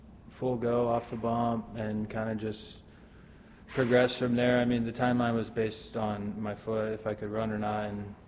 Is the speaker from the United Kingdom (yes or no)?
no; Houston, Texas, United States; I mean, I grew up in Houston, humidity through the wazoo, and I'm not a big fan of the cold, to be honest with you.